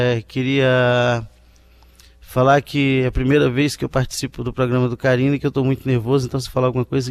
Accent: Rio Branco, Acre, Brazil; Sou do Acre, de Rio Branco.

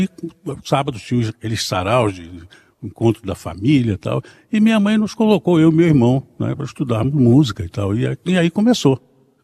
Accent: Rio de Janeiro, Brazil; eu sou lá de Brás de Pina, né, do subúrbio do Rio.

